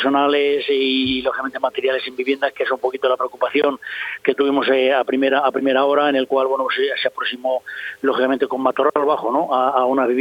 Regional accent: Íscar, Castile and León, Spain; mi pueblo de Íscar

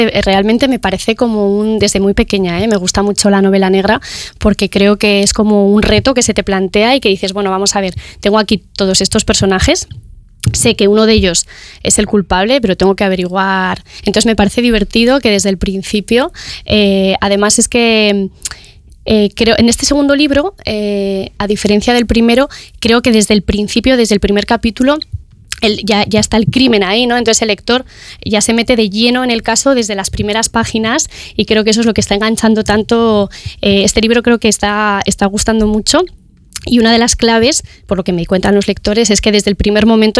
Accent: Burgos, Castile and León, Spain; born there; me siento una burgalesa orgullosa de su tierra, ¿vale? De donde ha nacido.

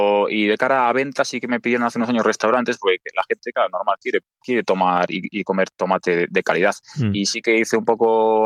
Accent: Villalcázar de Sirga, Castile and León, Spain; Y es que en mi pueblo sale mucho. De hecho, nuestro gentilicio es alcazareño, pero nuestro mote es mielgueros. Nos llaman los mielgueros a los de mi pueblo.

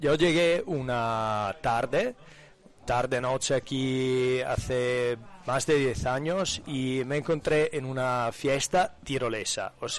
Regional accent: Italy; accent: Italian; Spanish is a second language; yo siendo italiano no hablo tan bien español

